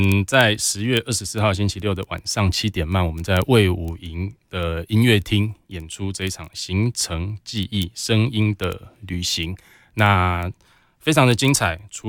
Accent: Kaohsiung, Taiwan; 陈其米老师也是我们高雄人

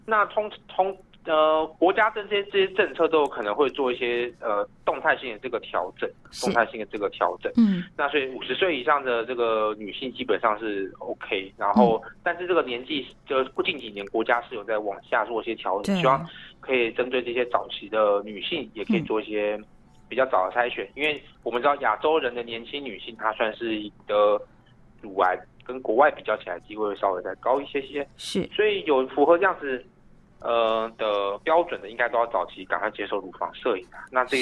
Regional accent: Taiwan

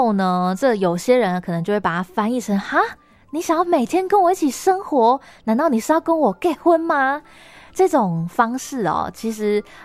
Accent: Taiwan

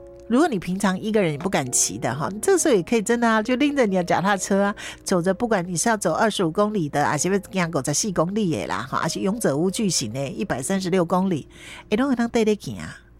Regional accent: Hualien County, Taiwan

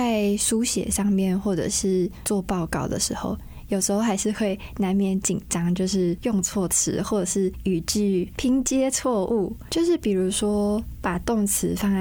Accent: Malaysia; accent: Taiwanese accent; first language Cantonese; Chinese is a second language; moved away as an adult; now in Taiwan; 小时候在马来西亚

